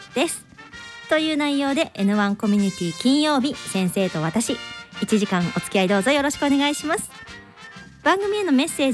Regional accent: Osaka, Japan; moved away as an adult; now in Ishikawa, Japan; 私大阪で生まれ育って大人になってから石川県にやってきた人間なんですけれども

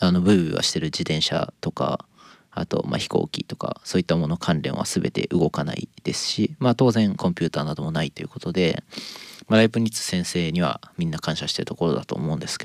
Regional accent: Nagano, Japan; 僕の地元長野県だと、まあ、浅間山、

